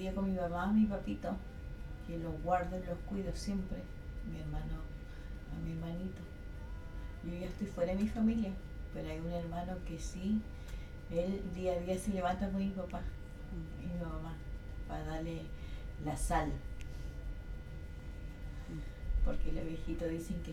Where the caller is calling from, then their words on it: Melinka, Aysén, Chile; Yo estoy acá en Melinca